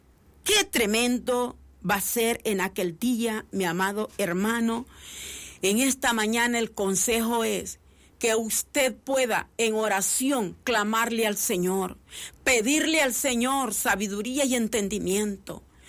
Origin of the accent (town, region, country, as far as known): El Salvador